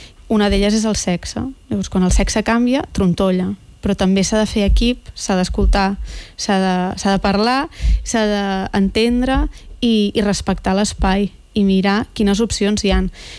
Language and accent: Catalan; Pineda de Mar, Catalonia, Spain